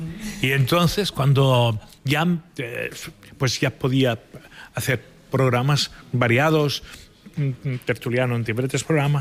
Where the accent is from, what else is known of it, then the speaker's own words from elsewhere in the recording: Barcelona, Catalonia, Spain; Yo soy de Sant Andreu, que es un barrio que está bastante lejos